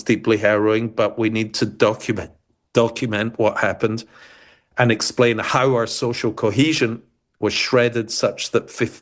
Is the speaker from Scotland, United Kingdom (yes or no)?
yes; Glasgow, Scotland, United Kingdom; I grew up in Glasgow where I describe the anti-Semitism more as ignorance. The reason why my family moved to Glasgow, by the way, is they were on a ship from the ex-Soviet Union to America